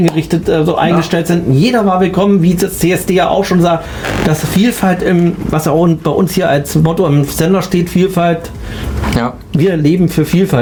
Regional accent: Thuringia, Germany; Also ich bin ja Eichsfelder und komme ja aus, wie ihr, aus dem Unstrut-Heinig-Kreis.

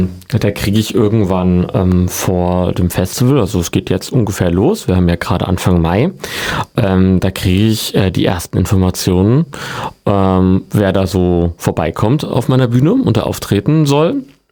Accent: Reichensachsen, Hesse, Germany; also born or lived in Witzenhausen; Ich komme aus Reichensachsen. Bin in Reichensachsen groß geworden, genau. Geboren aber in Witzenhausen.

